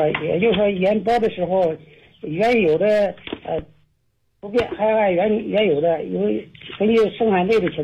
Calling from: Xuzhou, Jiangsu, China; 我是铜山区大集镇梨园村的。

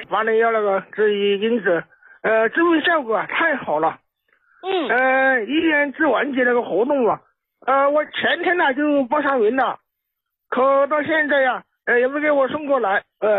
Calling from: Chongqing, China; 我家是重庆的。

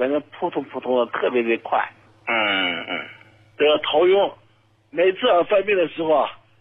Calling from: Heilongjiang, China; 我是来自咱们黑龙江的一个朋友，我今年68岁了。

